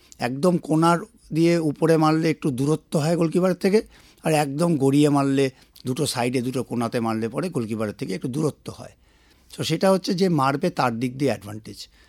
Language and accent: Bangla; India; আমরা ভারতীয় হিসাবে